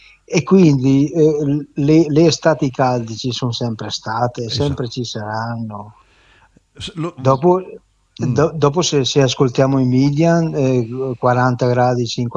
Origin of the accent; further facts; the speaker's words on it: Coccaglio, Lombardy, Italy; io sono di Coccaglio